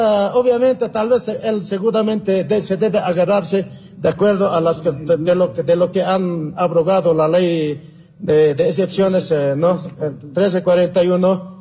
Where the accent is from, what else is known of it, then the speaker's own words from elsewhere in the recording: Bolivia; Nosotros somos pueblo boliviano también